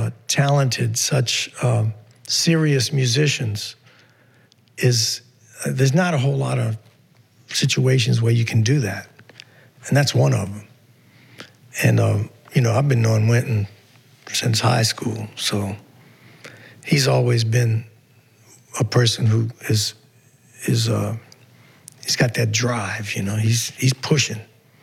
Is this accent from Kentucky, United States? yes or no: no; New Orleans, Louisiana, United States; I'm from New Orleans